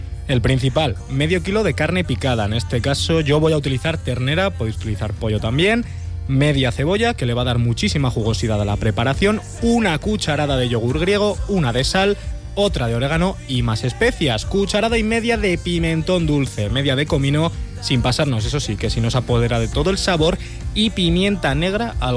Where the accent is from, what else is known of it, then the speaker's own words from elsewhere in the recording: Spain; Soy español